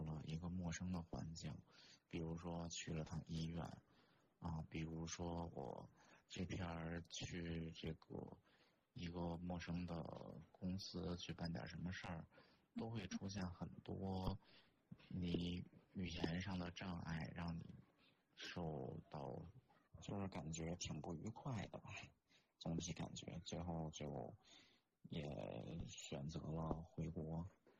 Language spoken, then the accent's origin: Chinese; China; moved away as an adult; 整个那个团体里就我一个中国人，啊，也就我一个黄皮肤。